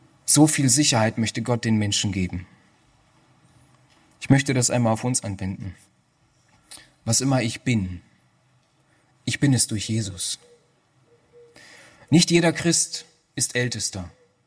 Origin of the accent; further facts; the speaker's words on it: Germany; Ich bin dankbar, dass ich in Deutschland aufgewachsen bin. bin dankbar, dass die Bildung in diesem Land mir alles ermöglicht hat.